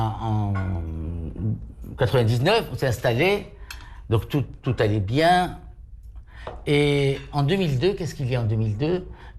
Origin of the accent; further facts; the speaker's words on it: France; Je suis français, ça se voit pas sur ma tête comme toi.